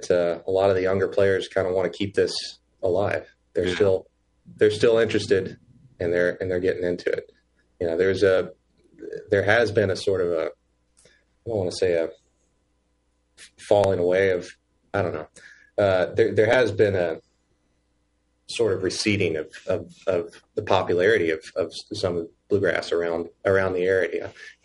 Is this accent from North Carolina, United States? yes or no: yes; Canton, North Carolina, United States; also born or lived in Florida / Nashville; in my hometown, Canton.